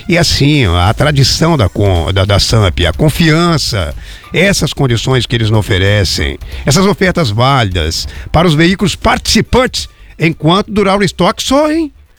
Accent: Jacarezinho, Paraná, Brazil; filiais Jacarezinho, na minha terra natal

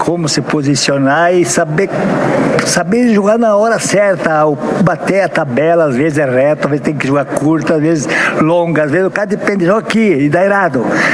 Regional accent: Santa Catarina, Brazil; now in Videira, Brazil; eu me criei aqui no Rio Tigre, eu moro em Videira

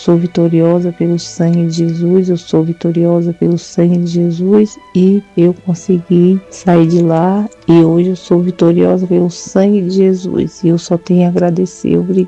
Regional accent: Bertioga, São Paulo, Brazil; sou de Bertioga e tenho um testemunho para dar.

